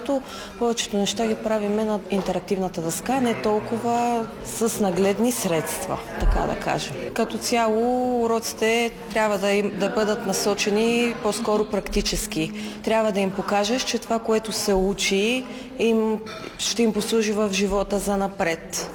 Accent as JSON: {"language": "Bulgarian", "town": "Krupnik", "region": "Blagoevgrad Province", "country": "Bulgaria", "said": "Да, от Крупник сме, да."}